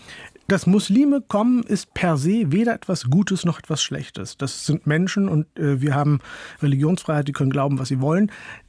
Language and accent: German; Northern Germany, Germany; Tatsächlich komme ich aus Holland Vielenfleet, aus einem Dorf in Norddeutschland, aber das meinen die nicht.